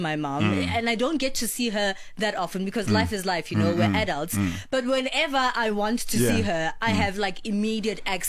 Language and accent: English; South Africa; I'm South African, it doesn't matter where I am in the world.